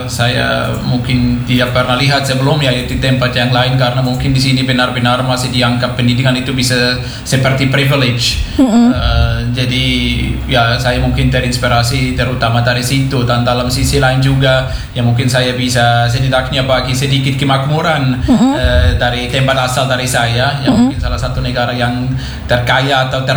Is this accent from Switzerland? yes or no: yes; Switzerland; Indonesian is a second language; moved away as an adult; now in Raja Ampat, Indonesia; saya berasal dari Swiss, Ibu.